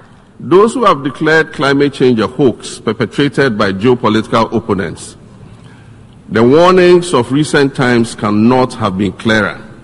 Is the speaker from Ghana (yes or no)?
yes; Ghana